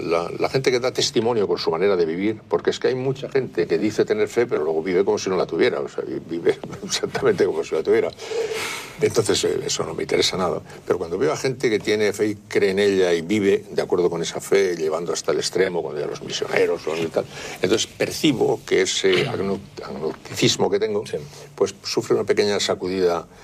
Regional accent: Spain; No creo en Dios. Pero no creo en Dios, pero soy español.

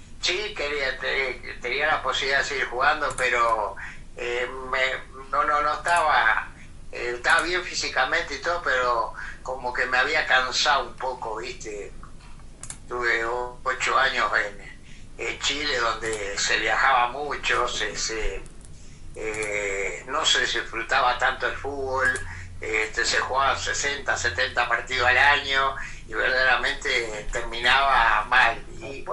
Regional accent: Lascano, Rocha, Uruguay; moved away; yo soy de Lascano, de Rocha

